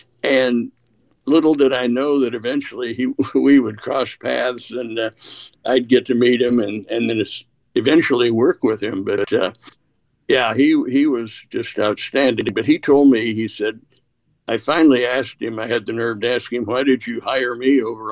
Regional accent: Bloomington, Illinois, United States; I grew up in Bloomington, Normal.

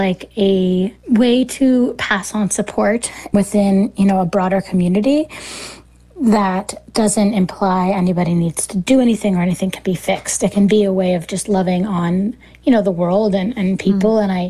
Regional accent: East Coast, United States; I'm from the East Coast and things like that.

